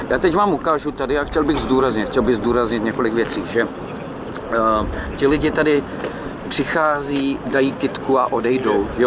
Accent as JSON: {"language": "Russian", "country": "Czechia", "said": "Я из Чешской Республики, да?"}